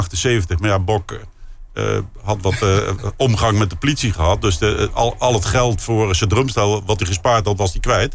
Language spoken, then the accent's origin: Dutch; Nijmegen, Gelderland, Netherlands; het eerste punkconcert dat ik heb gezien als Nijmegenaar was … uit Arnhem.